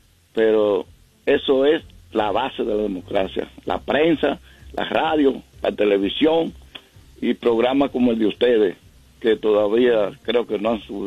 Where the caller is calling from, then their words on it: New Jersey, United States; Nueva New Jersey.